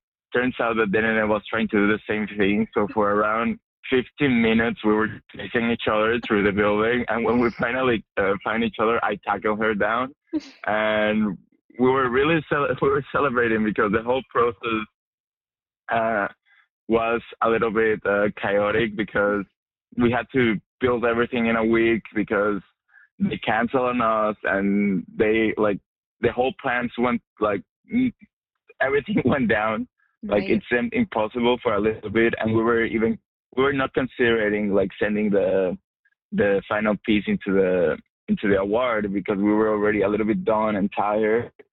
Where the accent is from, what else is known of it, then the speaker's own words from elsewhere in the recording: Mexico; also born or lived in Argentina; I'm not from here, right? Like I was born in Argentina. I grew up in Mexico.